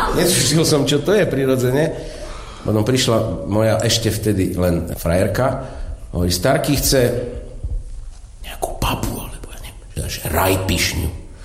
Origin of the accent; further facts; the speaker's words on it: Dunajská Streda, Trnava Region, Slovakia; born there; ja som teda v Dunajskej Strede som sa narodil. To je úžasná taká podhorská rázovitá obec.